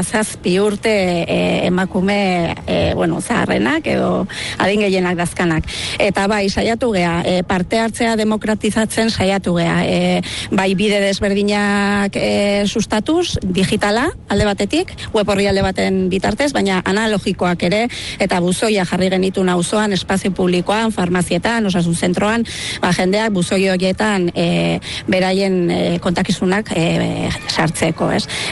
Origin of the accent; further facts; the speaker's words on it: San Sebastián, Basque Country, Spain; Grosekoa naiz